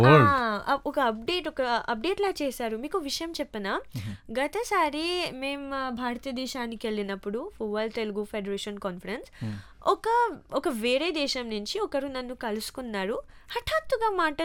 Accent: Mauritius; నేను అన్నా నేను మారిషస్ నుంచి వచ్చాను మారిషస్ నుంచి వచ్చానని వినగానే

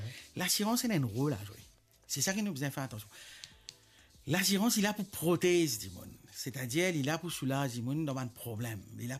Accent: Mauritius; Moi, j'adore mon pays, tous les coins de l'île Maurice

